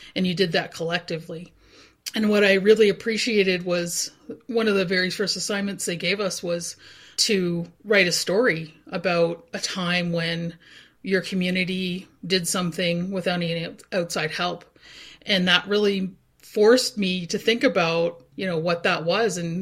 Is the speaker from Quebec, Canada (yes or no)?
no; New Brunswick, Canada; also born or lived in Tobique First Nation; I'm from Woodstock First Nation on my mom's side and Tobik First Nation on my dad's side. I grew up with my grandmother most of the time.